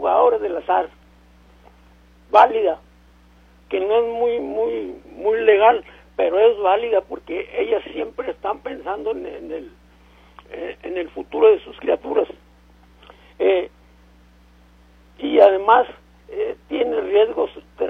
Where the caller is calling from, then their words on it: Mexico; a nosotros como mexicanos